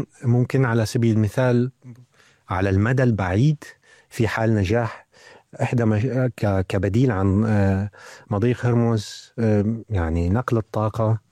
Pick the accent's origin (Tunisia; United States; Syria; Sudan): Syria; now in Lower Saxony, Germany; أنا كسوري